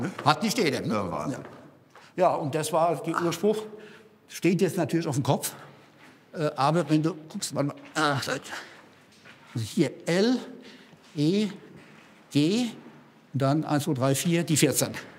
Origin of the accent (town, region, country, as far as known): Wiesbaden, Hesse, Germany